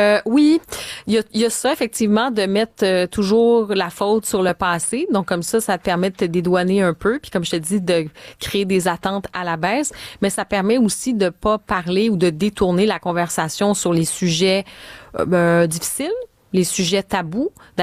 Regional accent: Montreal, Quebec, Canada; Moi j'ai grandi à Montréal, puis on a grandi, puis j'étais pas dans une grande maison là. Il y a des périodes, je veux dire, on a vécu dans des appartements à Montréal, dans des quartiers. J'ai grandi dans le quartier Côte-des-Neiges, j'ai habité à Hunsic

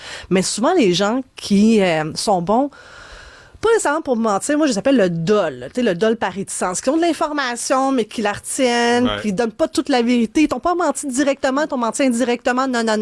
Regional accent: Morocco; Ne votez pas pour moi parce que je suis marocaine.

